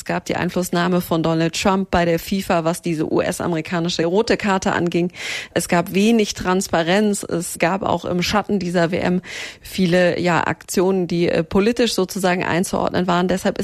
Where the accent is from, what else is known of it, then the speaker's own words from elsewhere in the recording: Germany; die mich auch gefragt haben, wo kommst du denn her? Habe ich gesagt, aus Deutschland